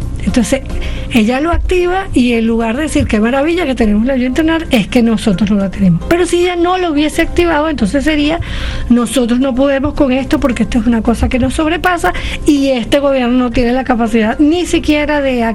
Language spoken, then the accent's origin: Spanish; Venezuela; todos somos parte del Estado